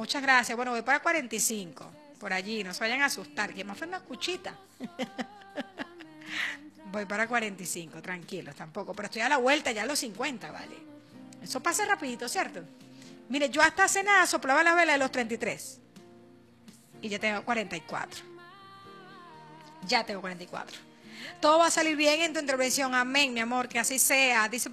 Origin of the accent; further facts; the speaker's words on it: Venezuela; A nosotros como venezolanos y como ciudadanos